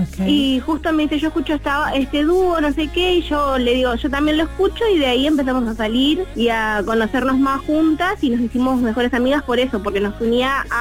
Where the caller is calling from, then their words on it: Florencio Varela, Buenos Aires Province, Argentina; Soy de acá, de Varela